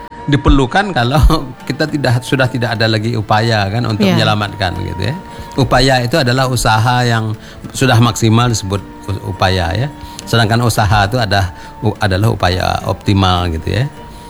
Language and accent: Indonesian; Riau, Indonesia; bukan karena saya orang Riau ya